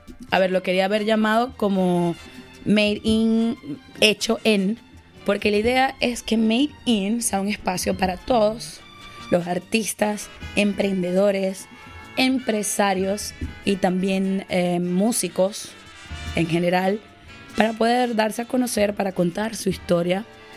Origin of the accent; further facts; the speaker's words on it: Venezuela; now in Budapest, Hungary; conozco varias personas que se encargan de dar a conocer, más que todo venezolanos, porque obviamente soy venezolana, que se encargan de dar a conocer todos los lugares de Budapest